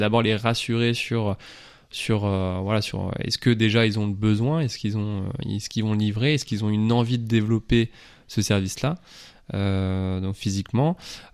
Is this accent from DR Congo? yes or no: no; Lorient, Brittany, France; parce que je suis de Lorient, je suis revenu sur Lorient, le but c'est de le développer localement en premier temps.